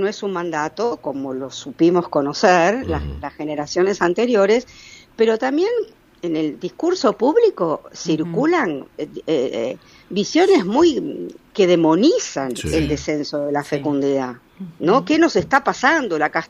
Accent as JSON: {"language": "Spanish", "region": "Buenos Aires", "country": "Argentina", "said": "De Ciudad de Buenos Aires"}